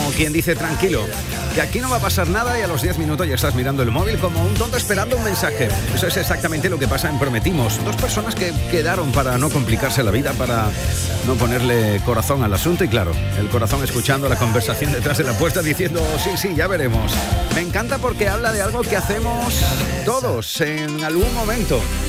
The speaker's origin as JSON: {"language": "Spanish", "town": "Huelva", "region": "Andalusia", "country": "Spain", "said": "Yo que soy de Huelva"}